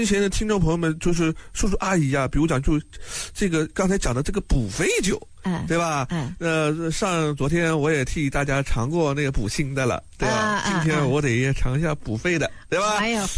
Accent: Nanjing, Jiangsu, China; 就用我们南京话讲叫谋人。

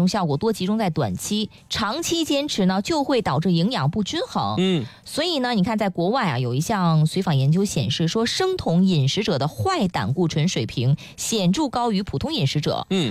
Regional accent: Tianjin, China; 对，我觉得就拿咱们天津举例子啊，咱们本地人，碳水，谁敢说咱们天津人不吃碳水？

